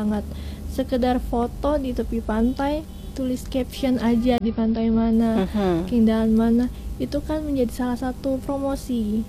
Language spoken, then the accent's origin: Indonesian; Bobo, Maluku, Indonesia; Tapi bagaimana saya mencari potensi baru seperti kampung halaman saya kayak Bobo, karena banyak pasti yang masih